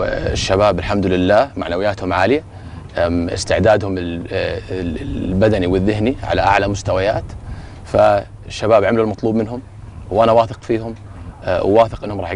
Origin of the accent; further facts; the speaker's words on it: Jordan; وإحنا كأردنيين